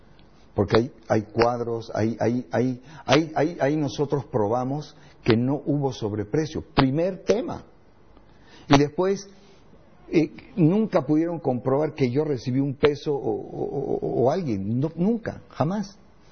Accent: Bolivia; yo como boliviano

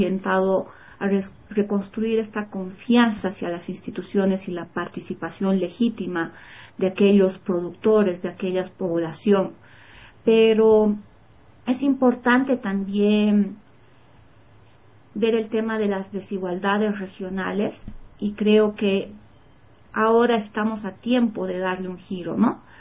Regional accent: Bolivia; vivir de manera digna como bolivianos.

